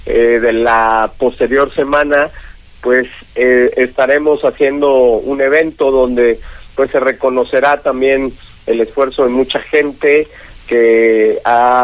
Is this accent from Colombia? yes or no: no; Mexico